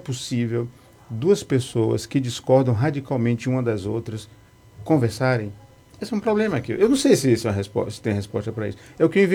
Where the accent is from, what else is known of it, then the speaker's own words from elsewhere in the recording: Camacã, Bahia, Brazil; Eu sou de Camacã, né, no interior da Bahia, onde eu tenho as minhas raízes e o meu umbigo lá plantado. Todas as minhas referências mais importantes estão lá em Camacã. Fica ali na altura de Itabuna, Canavieiras, tal, da região Cacaueira. É uma cidade pequena ainda